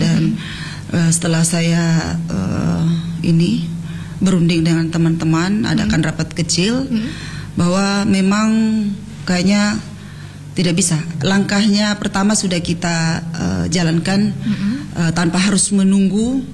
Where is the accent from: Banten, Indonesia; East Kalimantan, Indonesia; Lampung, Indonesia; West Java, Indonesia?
East Kalimantan, Indonesia; now in Mamuju, Indonesia; saya itu besarnya di Kaltim.